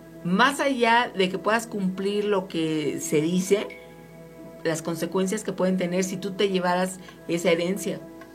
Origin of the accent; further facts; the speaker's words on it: Guadalajara, Jalisco, Mexico; yo soy de Guadalajara y desde niña me contaban que nadie podía terminar ese rosario.